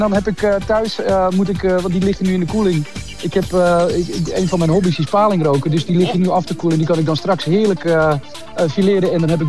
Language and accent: Dutch; North Holland, Netherlands; ik kom natuurlijk uit Noord-Holland